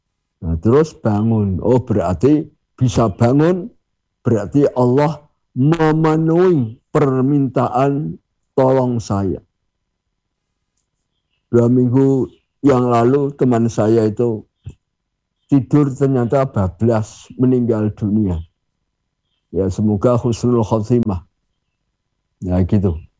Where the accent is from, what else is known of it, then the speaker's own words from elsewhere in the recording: Java, Indonesia; Walaupun kita orang Jawa, keyakinan kejawen ya jangan diyakini